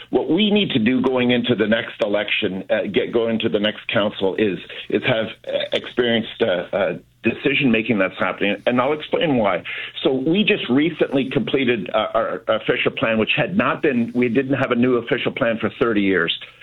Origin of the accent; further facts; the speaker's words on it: Niagara-on-the-Lake, Ontario, Canada; I grew up in Niagara-on-the-Lake, and my family's here, and we're part of the fabric of the town.